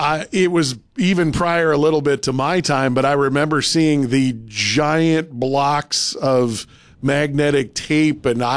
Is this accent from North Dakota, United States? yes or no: yes; Ellendale, North Dakota, United States; They have a facility in my hometown of Ellendale, North Dakota